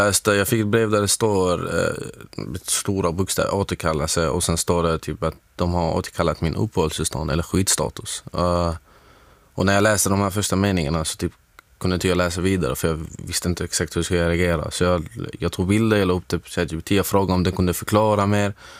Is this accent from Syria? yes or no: yes; Syria; now in Sweden; sen förklarade att det här baseras på hur situationen är i mitt hemland i Syrien.